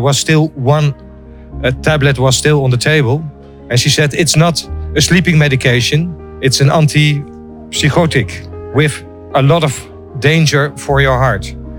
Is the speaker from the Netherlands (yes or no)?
yes; Netherlands; I'm coming from Holland.